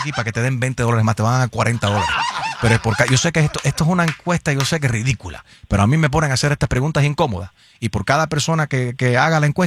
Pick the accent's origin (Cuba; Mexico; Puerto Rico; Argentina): Cuba; Pinar del Río; born there; Bueno, yo nací en Pinar del Rí